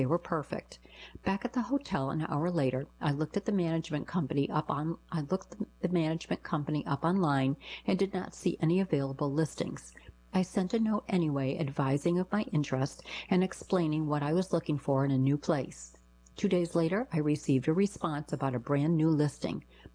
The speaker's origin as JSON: {"language": "English", "town": "Rego Park", "region": "New York", "country": "United States", "tie": "born or raised there", "said": "when I was growing up in Rego Park in the 1950s, I used to scour gutters for discarded Bazooka bubblegum comics"}